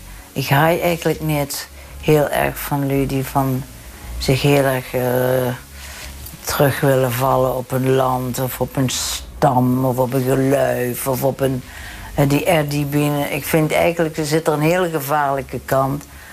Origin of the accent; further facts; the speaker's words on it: Limburg, Netherlands; born there; now in Amsterdam, Netherlands; Ik ben hier geboren. Het is mijn, echt mijn landje. Ik denk er ook altijd aan. Het is een landje. Ik vind het ook helemaal geen provincie. Maar goed, het is echt mijn geboortegrond en mijn geboortetaal en het land van mijn ouders